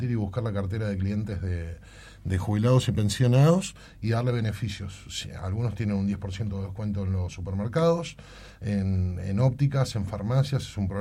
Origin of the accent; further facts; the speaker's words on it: Tierra del Fuego, Argentina; Ahora somos fueguinos, vivimos acá todo el día